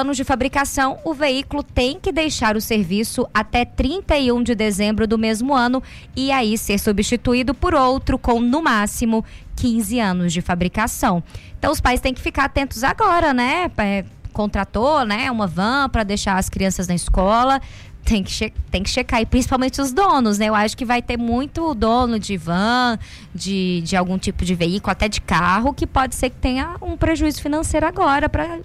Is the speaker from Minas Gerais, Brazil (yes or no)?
yes; Itatiaiuçu, Minas Gerais, Brazil; eu sou de Itatiaiçu, cidade pequena, a gente ia a pé.